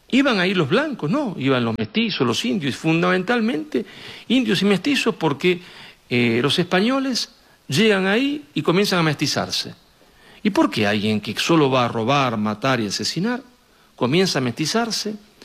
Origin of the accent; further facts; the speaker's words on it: Argentina; cada vez que uno me presentaba como argentino, al rato venía, bueno, qué mala suerte ustedes, estos españoles que le mataron a todas las personas